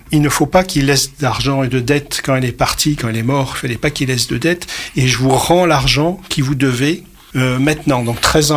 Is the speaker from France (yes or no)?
yes; France; born there; Alors moi, non, je suis né en 63, donc je suis né 3 ans plus tard, à Clermont.